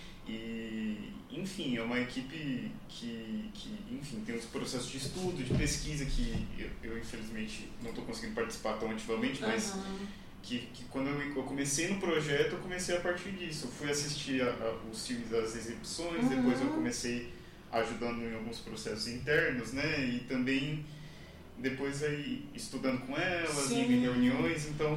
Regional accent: São Paulo, Brazil; moved away as an adult; now in Minas Gerais, Brazil; sou de São Paulo, que estou há poucos anos aqui morando em Minas

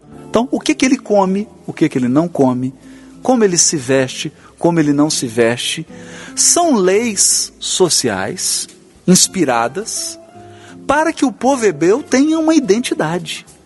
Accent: Brazil; Uma marca cultural, como nós brasileiros temos, né?

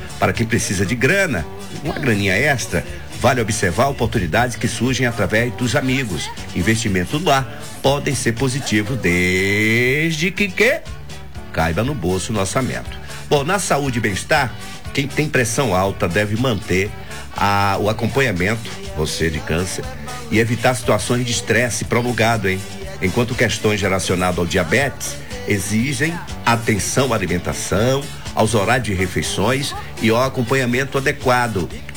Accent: Brazil; eu sou brasileiro

